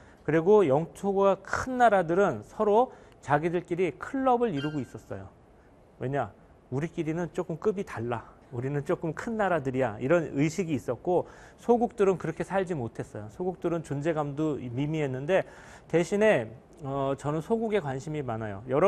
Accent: South Korea; 제가 약소국 출신이고 미국 사람도 아니고 뭐 유럽 사람도 아니고 저는.

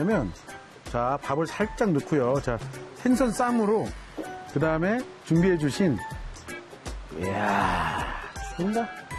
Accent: South Korea

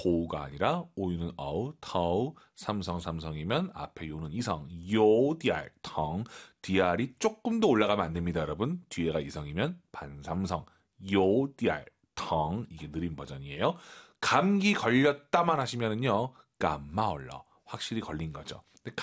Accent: Beijing, China; moved away; 저는 북경 출신이기 때문에

